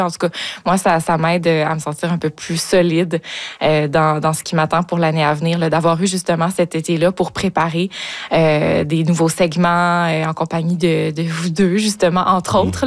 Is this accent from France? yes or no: no; Quebec, Canada; moved away; Moi, je viens de l'Estrie. Donc, je suis revenue par chez nous.